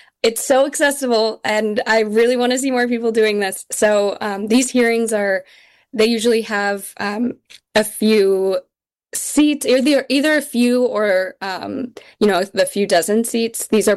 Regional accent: Minnesota, United States; I was actually born in Minnesota

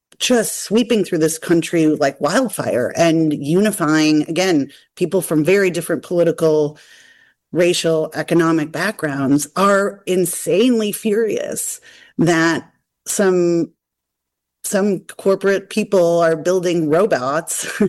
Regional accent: Wisconsin, United States; there's one that is about, you know, 20 miles up the road from my hometown, and in a very small town, a pretty Republican part of the country, on north of Milwaukee in Port Washington, Wisconsin.

